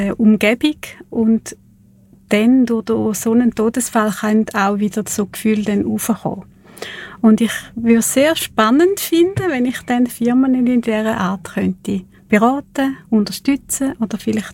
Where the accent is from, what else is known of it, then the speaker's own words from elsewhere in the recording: Thurgau, Switzerland; accent: Thurgau dialect; Genau, ich habe mal in Zürich geschafft und bin immer höher genommen worden wegen meinem Thurgauer Dialekt.